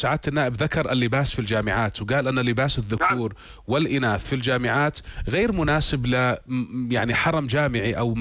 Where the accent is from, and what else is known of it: Jordan